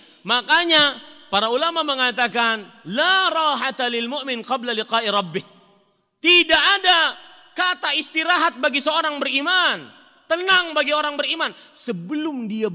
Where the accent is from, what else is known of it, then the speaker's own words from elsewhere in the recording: Kalimantan, Indonesia; saya dari Kalimantan, harus mengarungi lautan.